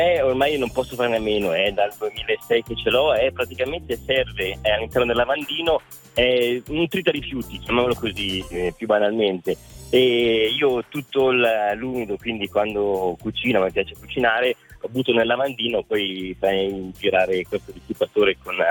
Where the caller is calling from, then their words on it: Busto Arsizio, Lombardy, Italy; Da Busafizio, provincia di Varese.